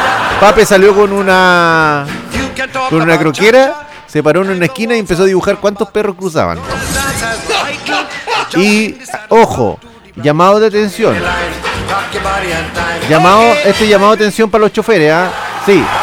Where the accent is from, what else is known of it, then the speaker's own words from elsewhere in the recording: Chile; Nos transformamos como chilenos